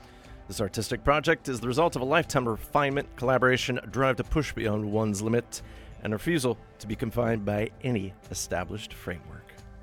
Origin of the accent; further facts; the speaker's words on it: Thunder Bay, Ontario, Canada; But I hail from Lake Superior, which is where Thunder Bay rests on.